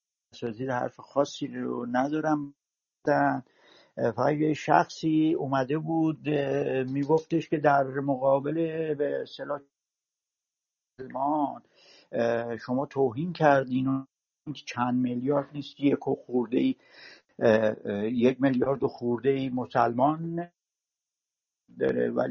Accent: Iran; moved away; من الان 37 ساله که خارج از ایرانم، یعنی یه چند سالی بوده، 3-4 سالی بود که انقلاب شده بود اومدیم این

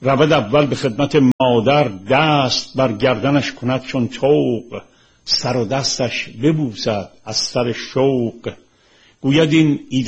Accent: Tehran, Tehran Province, Iran; ما مال تهرون قدیمیم و همون 4 محله تهرون متولد اودلاجانم ولی در خیابون اسمال بزاز رشد کردم و بزرگ شدم

